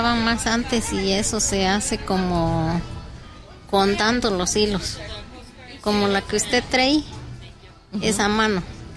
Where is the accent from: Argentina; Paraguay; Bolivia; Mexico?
Mexico; Santa María Asunción, Oaxaca; born there; moved away; Mi pueblo es Santa María Asunción.